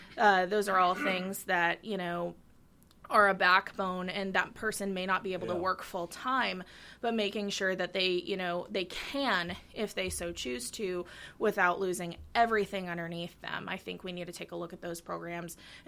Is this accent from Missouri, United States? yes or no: yes; Warrensburg, Missouri, United States; also born or lived in Michigan; So I was born technically in Michigan, but as far as I can remember, I've lived in Warrensburg since I was about 3 or 4 years old. My parents moved here in May of 2004, actually, to go to the University of Central Missouri. So, Yep, I grew up here, graduated here.